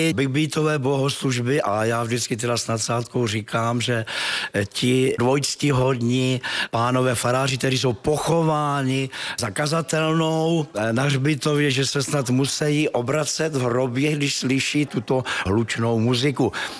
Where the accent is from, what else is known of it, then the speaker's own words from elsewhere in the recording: Křížlice, Liberec Region, Czechia; mě je 70, takže tady hraju 50 let rozhodně. Ano. Já pocházím tady od Křížlic